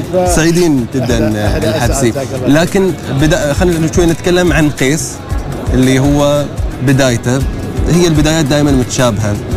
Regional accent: Oman; ترى عندنا نحن كعمانيين فينا شعور ثقة نطمن أكثر.

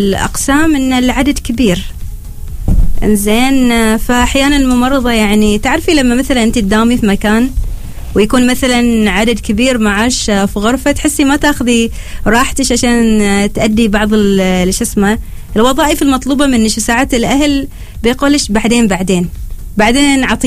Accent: Oman; فنحن كعمانيين

